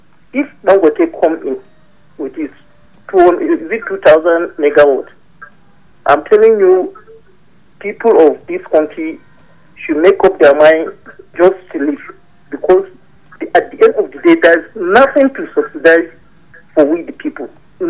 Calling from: Nigeria; calling from Buku.

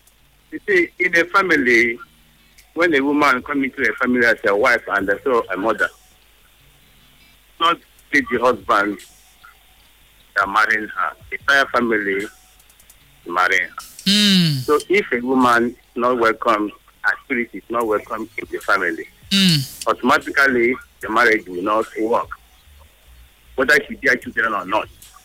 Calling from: Port Harcourt, Rivers, Nigeria; I'm calling from Port Harcourt.

